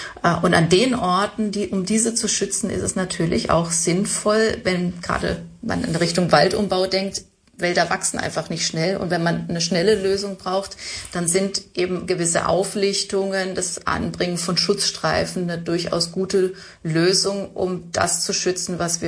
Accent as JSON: {"language": "German", "town": "Freiburg", "region": "Baden-Württemberg", "country": "Germany", "said": "Wobei wir die sandigen Böden auch, jetzt, ich komme ja aus Freiburg, auch in der Oberrheinebene haben und dort auch traditionell viele Kiefern stehen."}